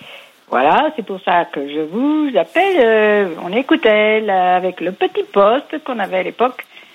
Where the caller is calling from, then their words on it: Saint-Nazaire-en-Mauges, Pays de la Loire, France; Alors du Maine-et-Loire, Saint-Nazaire-en-Mauges. Côté d'une petite ville qui s'appelle Cholet.